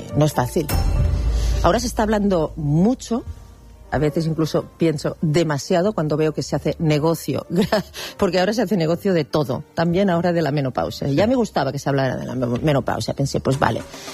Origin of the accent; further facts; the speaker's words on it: Catalonia, Spain; es porque yo dije que como catalán no había pareja, no, esto dije, no había pareja más catalana que la nuestra, dije.